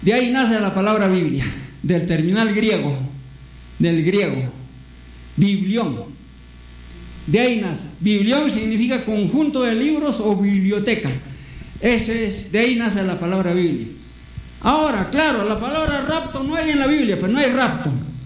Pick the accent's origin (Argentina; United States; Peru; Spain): Peru; somos peruanos secularmente, pero espiritualmente es judío tan.